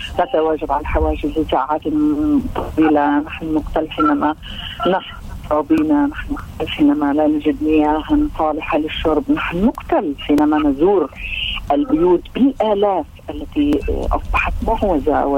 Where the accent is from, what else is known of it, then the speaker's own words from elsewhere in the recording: Palestine; إننا كفلسطينيين